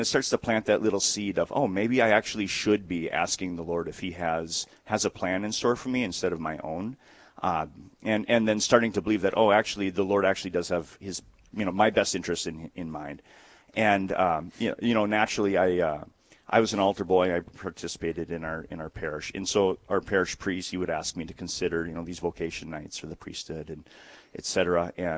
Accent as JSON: {"language": "English", "town": "Sandstone", "region": "Minnesota", "country": "United States", "tie": "born or raised there", "said": "I'm a boy of the Diocese of Duluth. I grew up in Sandstone, which is about an hour south of Duluth."}